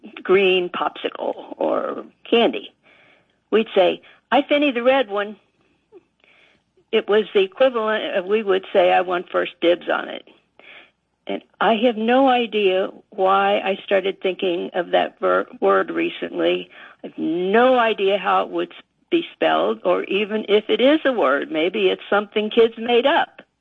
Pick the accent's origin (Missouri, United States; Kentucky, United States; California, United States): Kentucky, United States; Covington; moved away as an adult; now in Alexandria, Virginia, United States; I was a child during World War II. I grew up in Covington, Kentucky, which you probably know is across the river from Cincinnati, very German area.